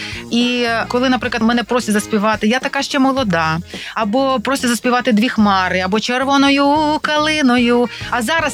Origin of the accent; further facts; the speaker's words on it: Ternopil, Ternopil Oblast, Ukraine; born there; Справа в тому, що я народилася в Тернополі, захід України. Там скрізь співають народних пісень.